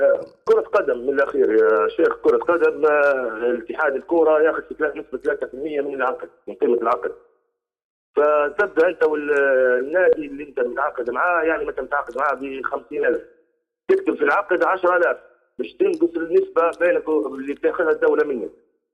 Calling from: Tripoli, Tripolitania, Libya; أنا طبعا من طرابلس، لكن نمشي يعني مصراتة مرة بعد شهر مرة شهرين

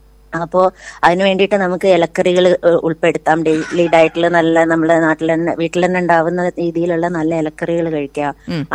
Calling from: Kondotty, Kerala, India

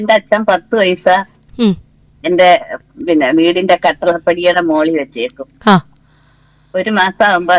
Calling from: Karunagappally, Kerala, India; കരാപ്പള്ളി.

